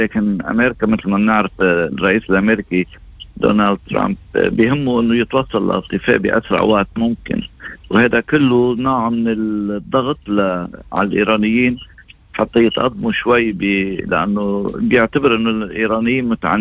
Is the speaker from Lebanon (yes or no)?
yes; Lebanon; نحن اللبنانيين